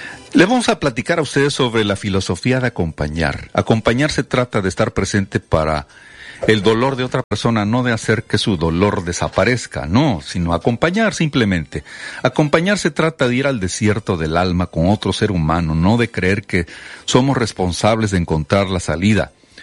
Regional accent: Mexico; Pocos mexicanos conocemos la raíz negra de nuestra actual nación.

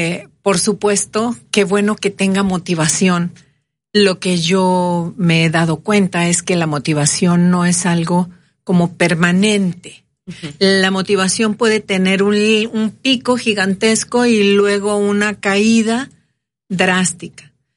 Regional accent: Mexico; somos latinos, mexicanos, felices

